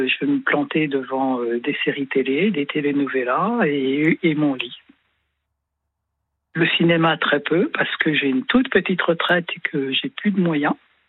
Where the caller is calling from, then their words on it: Paris, Île-de-France, France; J'habite à Paris.